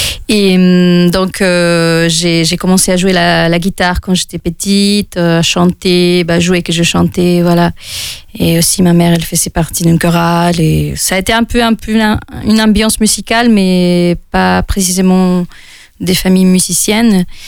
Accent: Veracruz, Mexico; French is a second language; now in France; Et oui, je suis mexicaine de Veracruz. Et je suis chanteuse et musicienne depuis mes 15 ans. Et je suis là en France depuis 4 ans et demi.

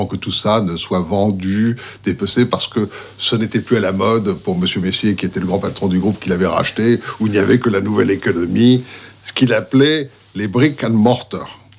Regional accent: Paris, Île-de-France, France; Je suis né à Paris. J'ai passé toute mon enfance à Paris. J'ai fait des études de droit et de Sciences Po. À Paris, rue Saint-Guillaume.

